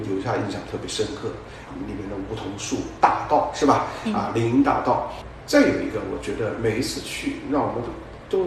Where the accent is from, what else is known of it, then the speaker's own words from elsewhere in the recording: Nanjing, Jiangsu, China; 我是土生土长的南京人。